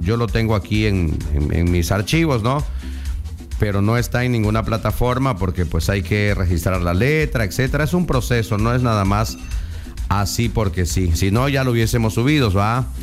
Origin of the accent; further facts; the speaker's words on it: Chapultenango, Chiapas, Mexico; El año pasado estuvimos allá en Chapultenango. Ojalá este año se pueda volver a estar. allá con toda mi gente de Chapultenango, Chiapas.